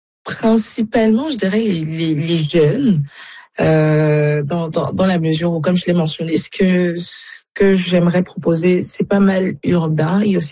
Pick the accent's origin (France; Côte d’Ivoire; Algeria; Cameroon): Cameroon; moved away; moi, je suis originaire du Cameroun